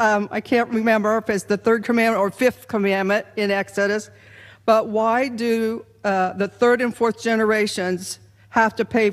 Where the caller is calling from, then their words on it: Upland, Indiana, United States; I'm from Upland, Indiana